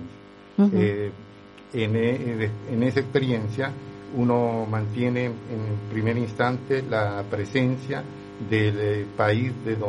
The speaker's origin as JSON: {"language": "Spanish", "country": "Chile", "moved": "yes", "lives_now": "Italy", "said": "Sí, Sí, yo llegué a Italia solo. O sea, yo salí de Chile a través de la embajada italiana en Santiago."}